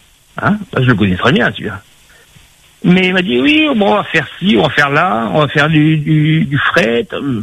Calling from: Saint-Pierre, Réunion; depuis que j'habite à La Réunion

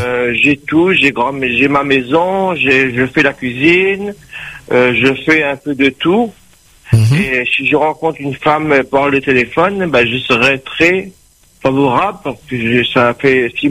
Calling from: Saint-Louis, Réunion; Mmh. J'habite à la rivière Saint-Louis.

